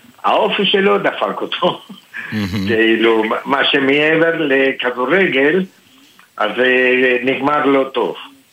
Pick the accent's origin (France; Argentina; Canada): Argentina; אני ארגנטינאי.